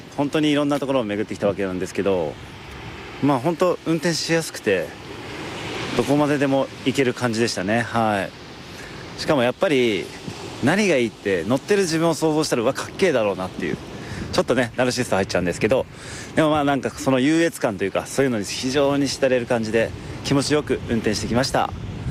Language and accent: Japanese; Chigasaki, Kanagawa, Japan; 僕の地元茅ヶ崎